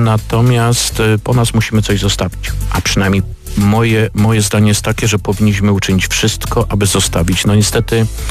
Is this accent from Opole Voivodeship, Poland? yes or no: yes; Opole Voivodeship, Poland